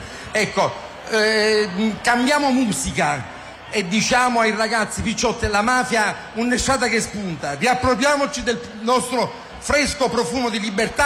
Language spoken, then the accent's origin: Italian; Mazara del Vallo, Sicily, Italy; io vengo da Mazara